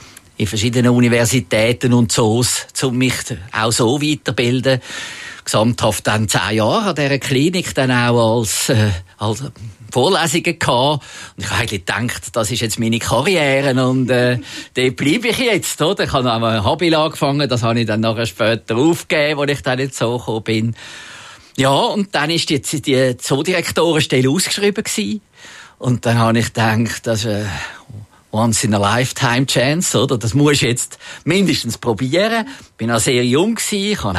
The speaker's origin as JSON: {"language": "German", "region": "Zurich", "country": "Switzerland", "tie": "born or raised there", "said": "Aber natürlich bin ich aufgewachsen in Zürich und der Zoo war näher gewesen"}